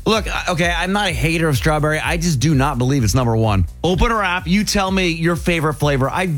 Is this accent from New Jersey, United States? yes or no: yes; New Jersey, United States; I'm actually from New Jersey, and I can tell you I am so not obsessed with ice cream.